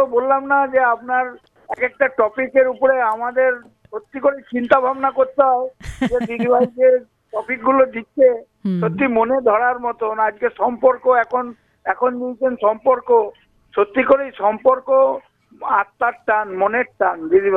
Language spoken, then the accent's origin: Bangla; Bankura, West Bengal, India; born there; now in Budbud, India; আমার তো বাড়ি বুধবুদে নয়, মানে পূর্ব বর্ধমান জেলার বুধবুদ নয়, আমার বাড়ি হচ্ছে অ্যাকচুয়াল বাঁকুড়ায়। তো বাবা এখানে চাকরির সূত্রে এখানে বাড়ি বানিয়েছিল